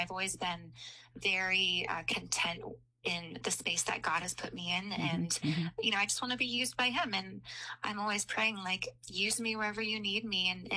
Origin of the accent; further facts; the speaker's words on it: Santa Clarita, California, United States; now in Phoenix area, United States; So, I grew up in Santa Clarita Valley. It's about 30 miles northwest of L.A., raised in a Christian home.